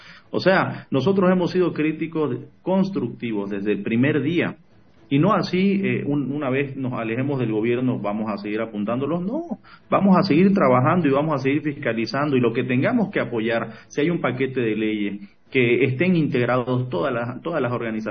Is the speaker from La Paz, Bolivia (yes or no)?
no; Santa Cruz, Bolivia